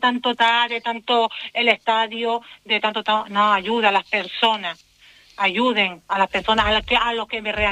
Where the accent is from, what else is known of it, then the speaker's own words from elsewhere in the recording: Canary Islands, Spain; yo sí he sido criada y nacida en La Reolla, donde hoy por hoy vivo.